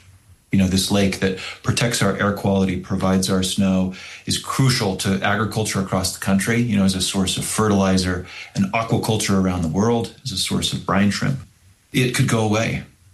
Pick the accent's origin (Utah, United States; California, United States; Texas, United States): Utah, United States; Orem; born or raised there